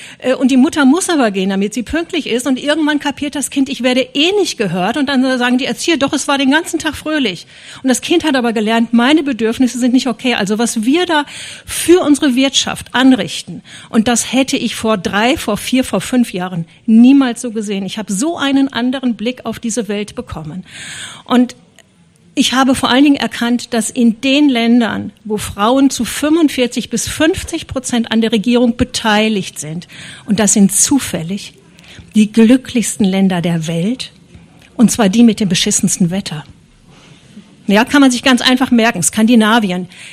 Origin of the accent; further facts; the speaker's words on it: West Germany, Germany; born there; ich komme aus dem Westen, gebürtig.